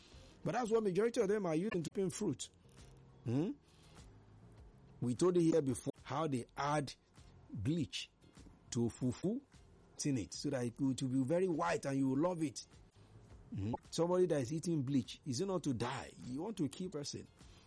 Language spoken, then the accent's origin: English; South West, Nigeria; born there; I was born in the Southwest. I don't want to serve in the Southwest. I want to go to the North.